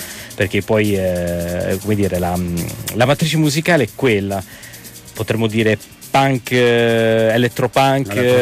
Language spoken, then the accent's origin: Italian; Belfast, Northern Ireland, United Kingdom; E non sono né cattolico né protestante, io sono di Belfast.